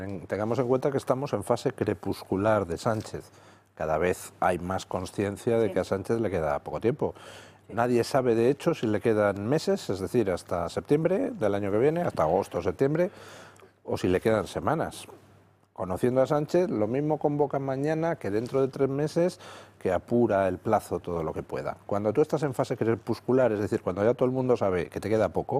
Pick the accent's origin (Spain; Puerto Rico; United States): Spain; Usted sabe cómo de familiares somos los españoles